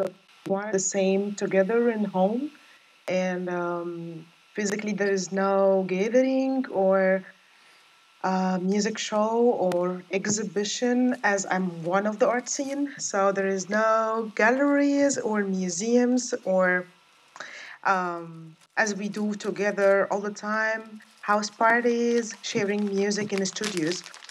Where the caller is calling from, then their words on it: Cairo, Cairo Governorate, Egypt; English is a second language; I'm speaking from Cairo, from kind of like downtown in Cairo, and in mostly Egypt.